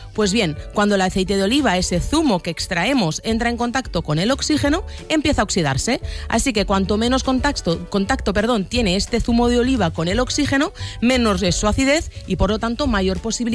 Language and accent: Spanish; Spain